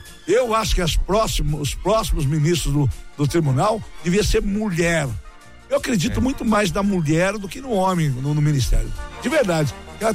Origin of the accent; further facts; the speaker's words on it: Brazil; eu ainda como cidadão brasileiro, cara que paga imposto, eu que vivo aqui, sou brasileiro, tô com 70 anos vivendo nesse país